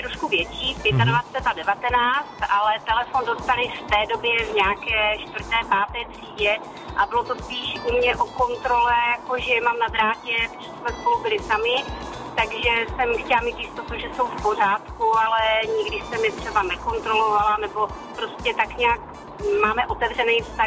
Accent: Brno, South Moravian Region, Czechia; Jsem z Brna

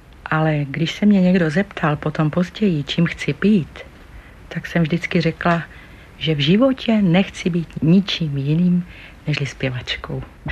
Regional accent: Turnov, Liberec Region, Czechia; moved away; Narodila jsem se v překrásném kraji v Turnově v českém ráji, takže mám moc krásné vzpomínky. Jednak na kraj, v kterém jsem vyrůstala, na louky, lesy, stráně, věděla jsem o každé kytičce, která vyrostla.

